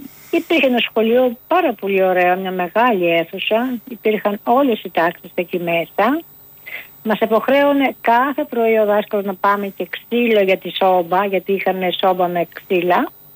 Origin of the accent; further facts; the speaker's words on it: Agrinio, Western Greece, Greece; Λοιπόν, εγώ είμαι έξω από Αγρινιό, από ένα χωριό τέλος πάντων.